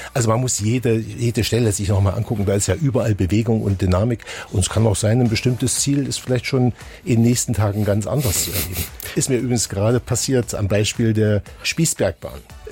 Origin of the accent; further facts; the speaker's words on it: Thuringia, Germany; ich bin geborener Thüringer, ich bin hier aufgewachsen und seit 1990 als Journalist im Land unterwegs.